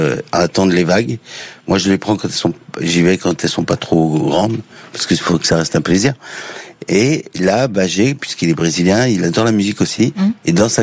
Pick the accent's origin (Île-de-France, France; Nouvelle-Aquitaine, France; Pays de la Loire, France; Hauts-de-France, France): Île-de-France, France; je viens d'une banlieue est de Paris